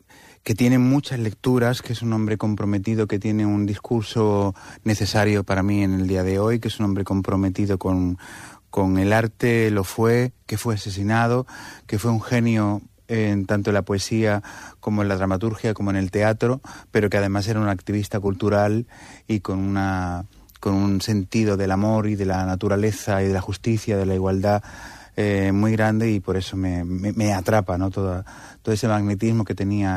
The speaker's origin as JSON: {"language": "Catalan", "town": "Badalona", "region": "Catalonia", "country": "Spain", "said": "sí, sóc un català de Badalona."}